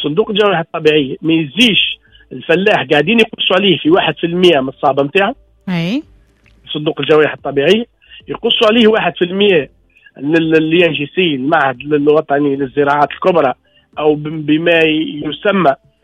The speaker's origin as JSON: {"language": "Arabic", "country": "Tunisia", "said": "ما ثماش مطر عندنا في الشمال الغربي بصفة عامة"}